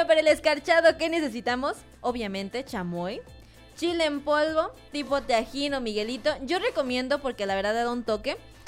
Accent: Zamora, Michoacán, Mexico; nosotros que somos zamoranos.

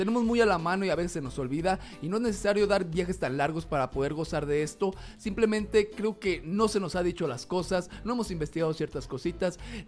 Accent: Mexico

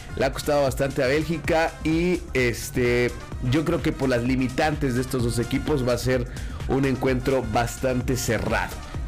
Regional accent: Mexico

